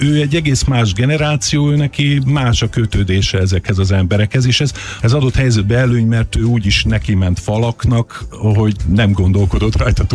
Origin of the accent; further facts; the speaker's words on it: Budapest, Hungary; Én egy csepeli átlagos családból származom